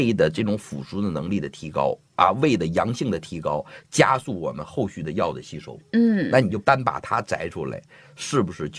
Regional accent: China; 就是我们中国人呐，有一个叫贫穷病

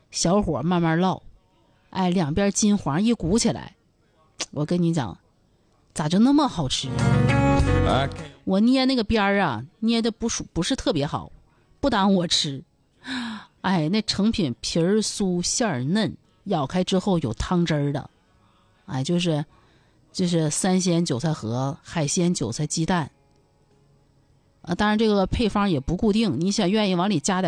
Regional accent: Harbin, Heilongjiang, China; now in Dalian, China; 原来我老家哈尔滨的时候。

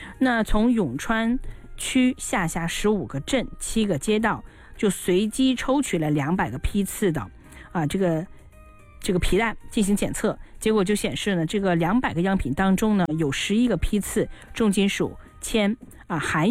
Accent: China; 其实我们包括我们中国人哈，

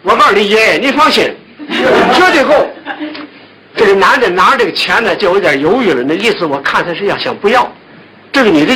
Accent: Tianjin, China; 我们天津人的特点呢，就是刚才我说的这个

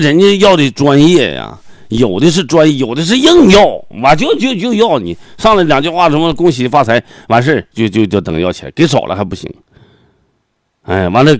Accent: Suileng, Heilongjiang, China; moved away; 我们老家绥陵那边就有

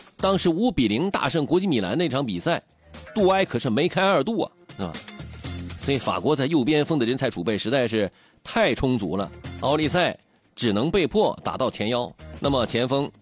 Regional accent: China; 我们中国人最熟悉了

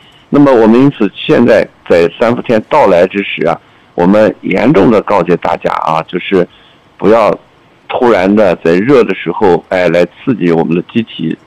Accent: China; 我们中国人的传统也是一样

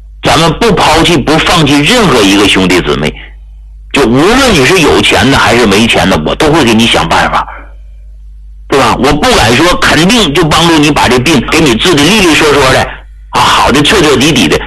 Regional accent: Hegang, Heilongjiang, China; 我来自黑龙江省鹤岗市啊，一个农村啊，我们家是菜农，我从来没有忘记过我是一个农民的儿子，我是从农村走出来的

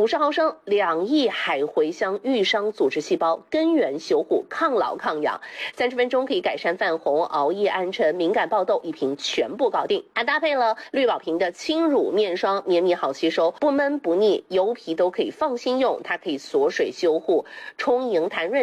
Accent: Jiangxi, China; 这是我们江西人自己的购物商城。

